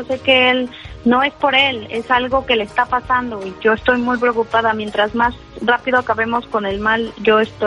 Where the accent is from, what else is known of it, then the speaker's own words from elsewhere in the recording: El Salvador; now in Riverside, United States; Yo soy de El Salvador, pero estoy viviendo en California.